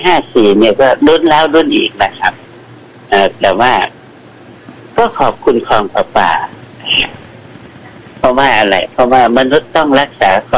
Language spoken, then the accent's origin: Thai; Nonthaburi, Thailand; เพื่อนบ้านมันก็เป็นคนกรุงเราเป็นคนนนท์ใช่ไหมล่ะนะฮะ